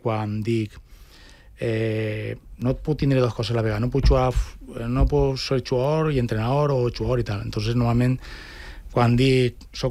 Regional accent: Alboraia, Valencian Community, Spain; born there; moved away as an adult; also born or lived in Tavernes de la Valldigna; now in Valencia, Spain; Soc nascut en Alboraia, casat i visc en València, perquè al final pues, la dona tira, i visc en València

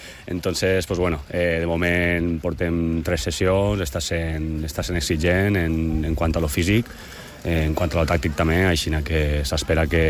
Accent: Alcoy, Valencian Community, Spain; jo al final sóc del Coll

